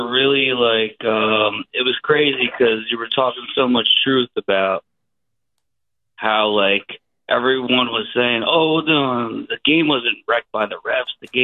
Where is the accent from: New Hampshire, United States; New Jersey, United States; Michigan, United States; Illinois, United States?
New Jersey, United States; Jamesburg; born there; also born or lived in Newark, New Jersey / Pennsylvania; I'm 38 years old